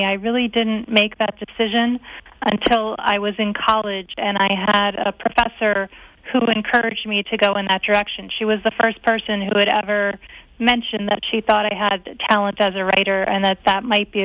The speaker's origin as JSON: {"language": "English", "region": "Massachusetts", "country": "United States", "tie": "born or raised there", "also_born_or_lived": "Connecticut / Schenectady, New York", "said": "I was born in Connecticut. I moved to Massachusetts when I was pretty young, and my parents actually owned 10 acres of land on one side of the street, and there was a national forest on the other side of the street. So I really grew up steeped in nature."}